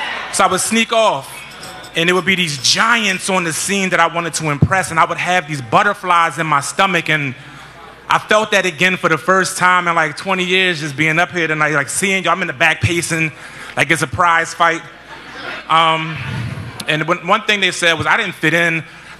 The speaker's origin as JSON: {"language": "English", "town": "Philadelphia", "region": "Pennsylvania", "country": "United States", "tie": "born or raised there", "said": "North Philly raised me, I found my voice on the art scene in Philly."}